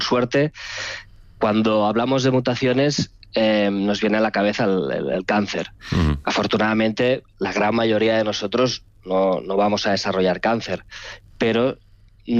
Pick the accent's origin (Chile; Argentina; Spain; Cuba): Spain; Barcelona, Catalonia